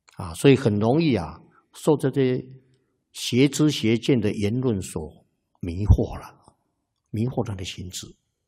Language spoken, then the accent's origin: Chinese; Taiwan; 啊，我们台湾人啊，都是很厚道的。